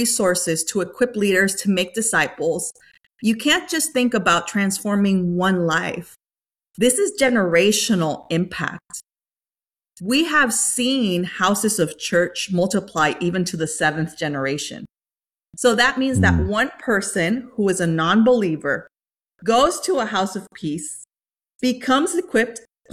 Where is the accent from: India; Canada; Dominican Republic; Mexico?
Dominican Republic; now in United States; I come from the Dominican Republic. Mm-hmm. So I grew up there